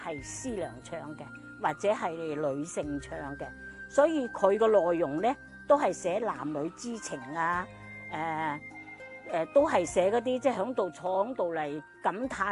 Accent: Guangzhou, Guangdong, China; 佢譯成我哋廣州話咧

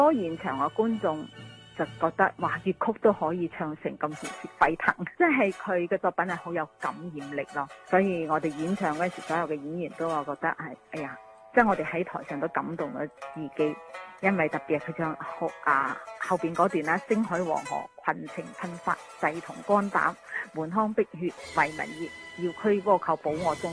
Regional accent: Guangzhou, Guangdong, China; 我们广东人，而且是我们广州人

